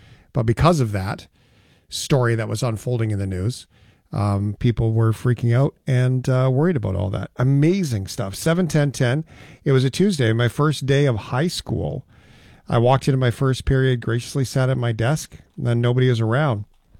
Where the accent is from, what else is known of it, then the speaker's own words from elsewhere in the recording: Newfoundland and Labrador, Canada; I'm so proud of my hometown in Newfoundland.